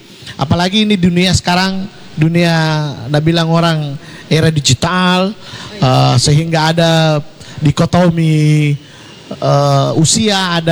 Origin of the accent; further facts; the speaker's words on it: Makassar, South Sulawesi, Indonesia; Misalnya kalau saya menyebut … tanpa memproklamirkan bahwa saya orang Makassar, ketahuan.